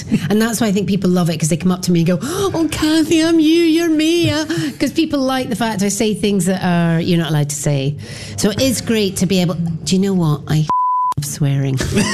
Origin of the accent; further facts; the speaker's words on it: England, United Kingdom; accent: English; my lovely English accent